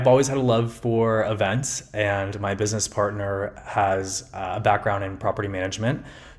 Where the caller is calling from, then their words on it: Miami, Florida, United States; I'm calling from Miami, Florida